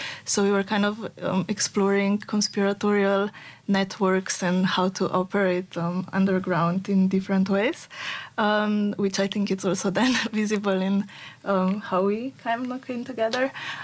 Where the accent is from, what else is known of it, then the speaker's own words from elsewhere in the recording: Ljubljana, Slovenia; I'm a curator from Ljubljana.